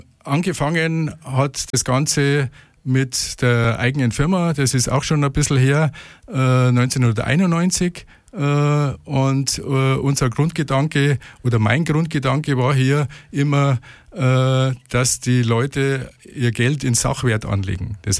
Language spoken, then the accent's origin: German; Bad Tölz, Bavaria, Germany; moved away as an adult; now in Holzkirchen, Germany; Und bin in Tölz aufgewachsen und zur Schule gegangen und Anfang meiner 20 Jahre hat mich dann die Liebe nach Holzkirchen verschlagen, aber kenne Tölz natürlich aus meiner Westentasche